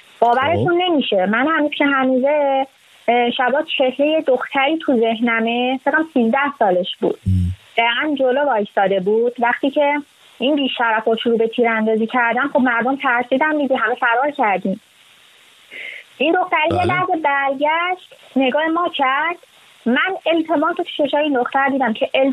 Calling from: Shiraz, Fars, Iran; من از شیراز اومدم.

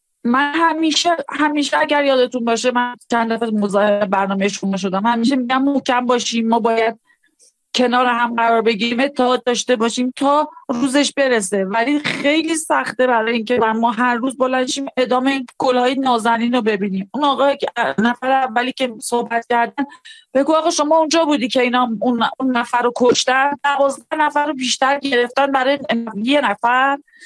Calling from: Iran; ما یه ایرانیم، ما یه ایرانیم

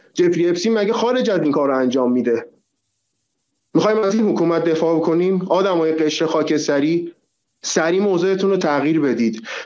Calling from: Iran; حالا ما داخل ایرانیم

